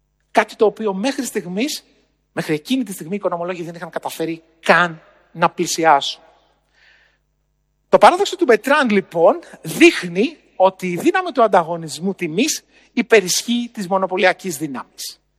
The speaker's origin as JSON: {"language": "Greek", "town": "Navariko", "region": "Western Greece", "country": "Greece", "tie": "born or raised there", "said": "Στο χωριό μου λοιπόν, στο Αγρίνιο, εκεί που μεγάλωσα, στο Ναβαρίκο Ετωλοακαρνανίας, ένα μικρό χωριό που είναι κοντά στο Θέρμο"}